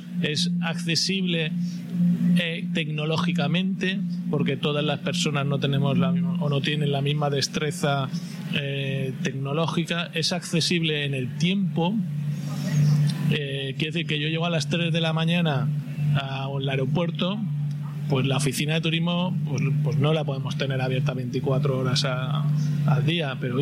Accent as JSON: {"language": "Spanish", "town": "Valencia", "region": "Valencian Community", "country": "Spain", "tie": "born there", "said": "la ciudad, que me encanta porque nací en ella. Muy bueno. Y la amo con todas mis fuerzas, ¿no? Soy valenciano, valencianista, fallero, o sea, lo llevo todo en el pack."}